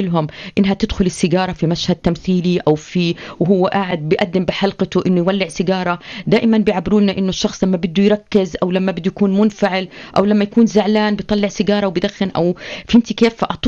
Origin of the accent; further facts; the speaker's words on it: Jordan; عندنا بالأردن